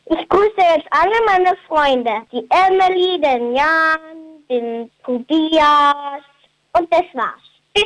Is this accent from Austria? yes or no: yes; Carinthia, Austria; bin 6 Jahre. Ich komme aus St. Hansjörg in Kärnten.